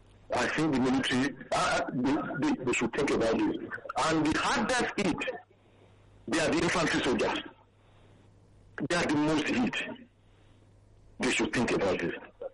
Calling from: Ikeja, Lagos, Nigeria; I'm calling from Ikoja.

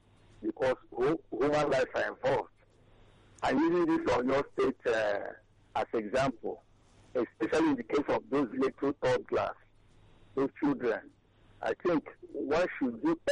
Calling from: Eba, Nigeria; I'm calling from Eba.

